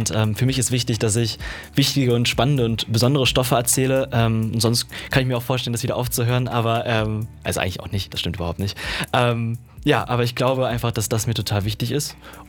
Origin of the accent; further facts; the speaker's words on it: Bonn, North Rhine-Westphalia, Germany; Ja, hey zusammen … ich bin 21 Jahre alt und ich komme aus Bonn und ich bin Schauspieler und DJ.